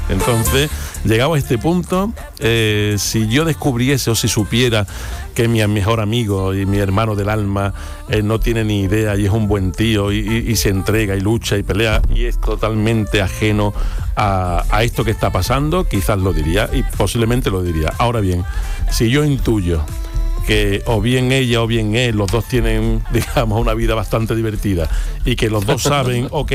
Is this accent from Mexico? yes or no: no; Utrera, Andalusia, Spain; Yo soy de Utrera